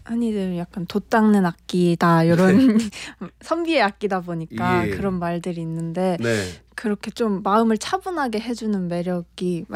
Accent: Cheongju, North Chungcheong, South Korea; 네, 청주가 고향인데 거기서 어머니가 가끔씩 예술의 전당에 국악 공연을 보여주셨었어요.

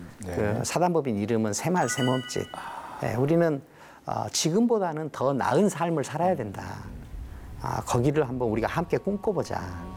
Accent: Hampyeong, South Jeolla, South Korea; 저는 그 지역 감정이 좀 강한 사람입니다. 그래서 제 고향을 사랑해요. 저는 한평을 사랑합니다.

